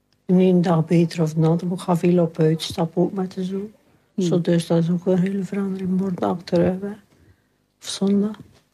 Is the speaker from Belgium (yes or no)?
yes; Oudenburg, Flanders, Belgium; Ja, ik ben van Oudenburg.